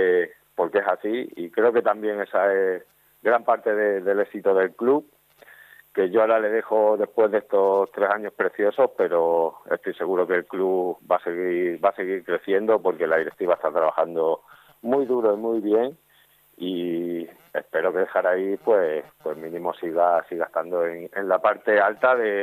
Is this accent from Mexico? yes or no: no; Jaraíz de la Vera, Extremadura, Spain; Jaraíz, bueno, es el equipo de mi pueblo